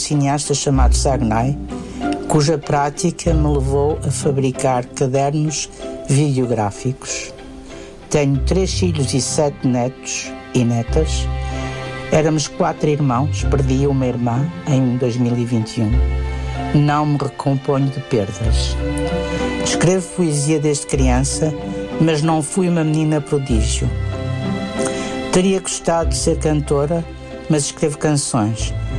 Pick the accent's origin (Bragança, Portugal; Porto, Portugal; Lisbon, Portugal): Porto, Portugal; Nasci e moro no Porto. Estou feita e bom fim.